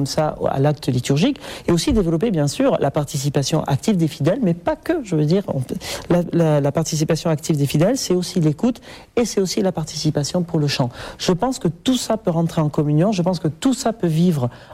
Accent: Nouvelle-Aquitaine, France; Puisque, si vous voulez, en grandissant au Pays Basque, donc on a un répertoire de cantiques qui est très différent des cantiques français

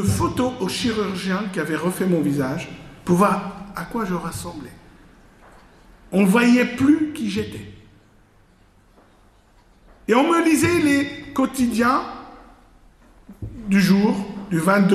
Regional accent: Lebanon; born or raised there

